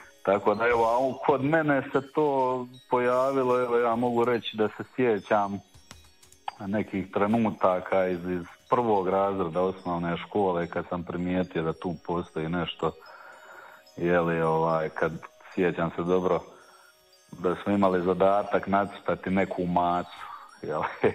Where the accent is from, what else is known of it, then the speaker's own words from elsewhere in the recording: Mostar, Federation of Bosnia and Herzegovina, Bosnia & Herzegovina; born there; now in Široki Brijeg, Bosnia and Herzegovina; rođen sam tu u Mostaru, živim u Širokom Brijegu.